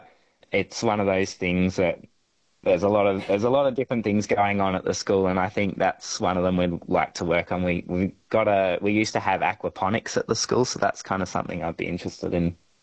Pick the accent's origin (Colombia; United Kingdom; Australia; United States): Australia; Canberra, Australian Capital Territory; moved away; also born or lived in Kalgoorlie; I'm originally from Canberra, so very different climatic conditions to Canberra.